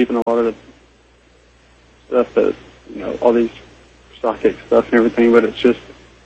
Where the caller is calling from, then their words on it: Arkansas, United States; I'm calling from Arkansas.